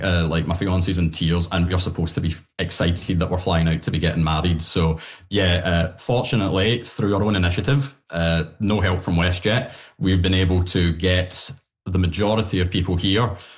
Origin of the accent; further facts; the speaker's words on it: Scotland, United Kingdom; now in Canada; I'm Scottish and she's Albertan. So we thought that meet in the middle, we've got my Scottish family and her Albertan family coming and meeting in the Scottish part of Canada.